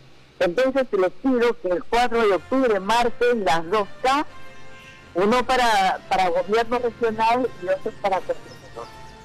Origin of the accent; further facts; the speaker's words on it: Peru; porque todos somos peruanos